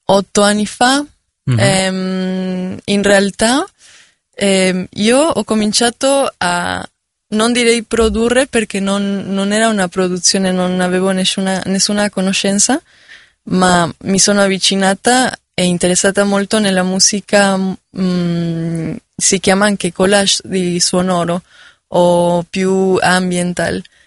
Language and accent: Italian; Oaxaca, Mexico; Italian is a second language; moved away as an adult; now in Milan, Italy; sono da Oaxaca, quindi da Oaxaca per il mondo.